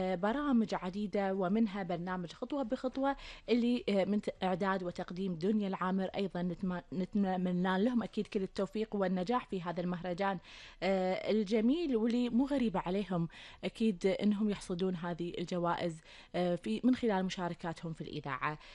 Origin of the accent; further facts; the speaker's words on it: Kuwait; أخبار ديرتنا الحبيبة الكويت